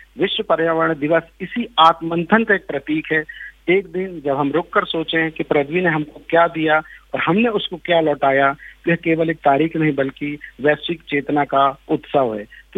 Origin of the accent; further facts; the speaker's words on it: Niwari, Madhya Pradesh, India; now in Amarkantak, India; मूलतः मैं मध्य प्रदेश मंडला के छोटे से गांव निवारी का रहने वाला हूं। बचपन से ही गांव की मिट्टी, जंगल और नर्मदा की धाराएं मेरे जीवन के सच्चे शिक्षक रहे हैं।